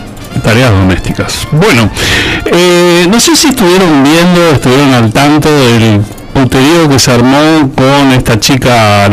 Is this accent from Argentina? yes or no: yes; Argentina; estamos siendo víctimas los argentinos